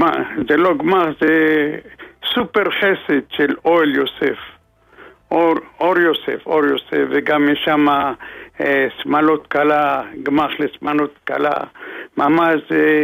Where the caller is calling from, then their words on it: Jerusalem, Jerusalem District, Israel; אני מירושלים, מרמת שלמה.